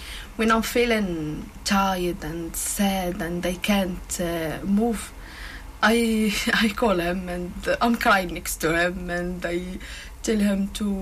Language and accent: English; Morocco; now in Aberdeen, United Kingdom; I'm Moroccan.